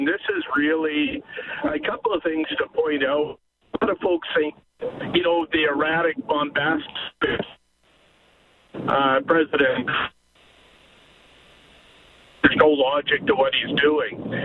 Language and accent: English; Edmonton, Alberta, Canada; moved away as an adult; now in Saskatchewan, Canada; I grew up in Edmonton, and I'm actually an alum from the University of Alberta.